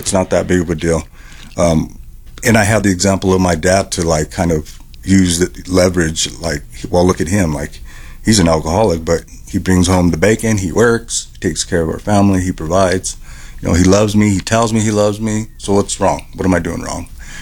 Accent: Denver, Colorado, United States; I was a pretty rowdy kid here in Denver, Colorado. I grew up in North Denver. And North Denver was not what it is now. It's very different now. But back in my day, it was rough.

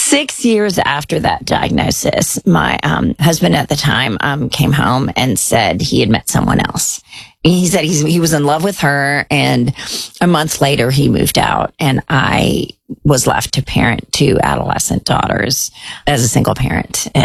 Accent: India; born there; I was born in India. And when I was 3 months old, I contracted polio. Now in India, you don't get the vaccine at 3 months.

